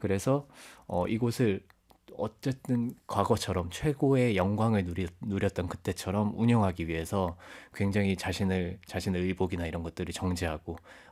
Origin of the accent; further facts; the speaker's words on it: Gyeongsang, South Korea; moved away; 그 경상도 그 저희가 살던 고향에